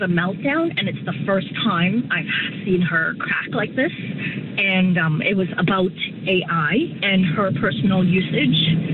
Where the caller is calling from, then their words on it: Richmond Hill, Ontario, Canada; I'm calling from the York region